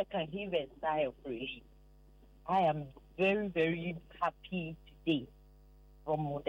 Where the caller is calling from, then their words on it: Ashanti, Ghana; I'm from that area, I'm from Kuntansworn.